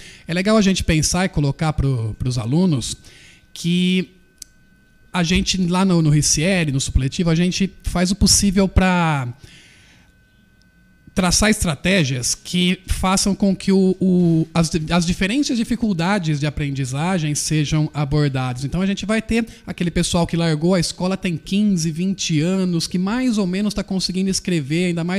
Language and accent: Portuguese; Barra Bonita, São Paulo, Brazil; also born or lived in Jaú; De Barra Bonita. Nasci em Jaú, mas a grande, maior parte da vida, Barra Bonita mesmo.